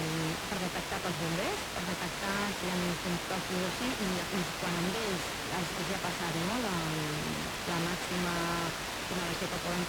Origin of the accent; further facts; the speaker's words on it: Italy; Catalan is a second language; moved away as an adult; now in Barcelona, Spain; jo soc italiana